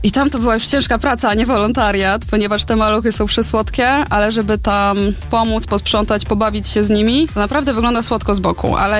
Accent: Podlaskie Voivodeship, Poland; born or raised there; accent: Suwałki; now in Toruń, Poland

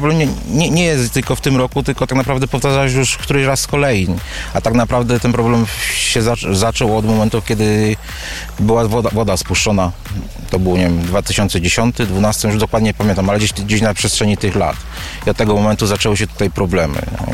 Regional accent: Słupca, Greater Poland Voivodeship, Poland

